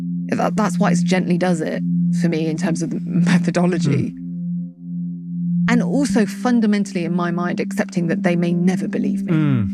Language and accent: English; United Kingdom